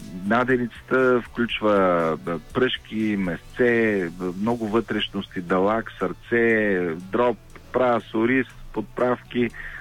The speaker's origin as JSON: {"language": "Bulgarian", "town": "Burgas", "region": "Burgas Province", "country": "Bulgaria", "tie": "born or raised there", "moved": "yes", "lives_now": "Sofia, Bulgaria", "said": "Аз съм родом от Бургас, въпреки че вече повече от 30 години живея в София."}